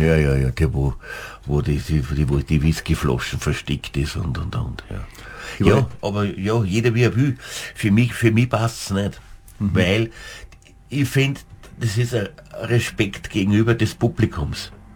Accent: St. Pölten, Lower Austria, Austria; Naja, an Österreich, also ich liebe mein Heimatort, St. Pölten

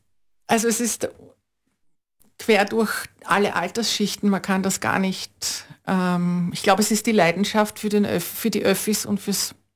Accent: Vienna, Austria; Ich komme aus Wien

